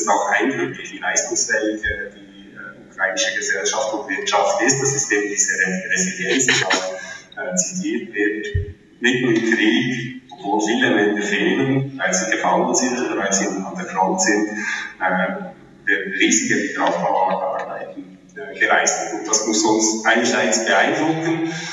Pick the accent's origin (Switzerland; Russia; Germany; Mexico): Switzerland; Und das müssen wir uns als Schweizer